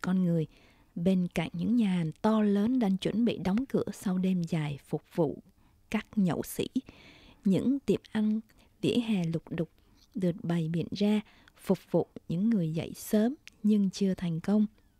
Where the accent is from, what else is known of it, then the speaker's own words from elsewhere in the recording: Ho Chi Minh City, Vietnam; Sài Gòn là quê tôi, đôi khi tôi nghĩ mình thân thuộc với thành phố này tới mức nhắm mắt đi cũng tới chỗ mình muốn